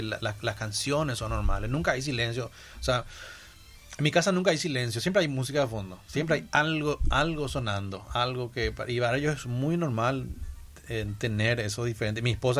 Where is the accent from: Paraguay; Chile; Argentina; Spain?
Paraguay; expresar quién soy yo como paraguayo